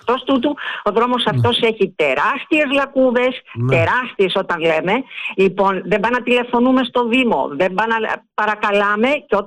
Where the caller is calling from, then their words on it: Agia Paraskevi, Attica, Greece; από την Αγία Παρασκευή.